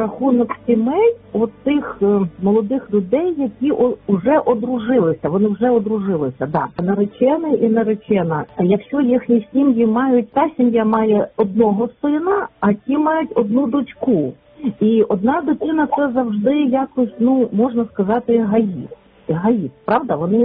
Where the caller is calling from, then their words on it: Lviv, Lviv Oblast, Ukraine; я зі Львова.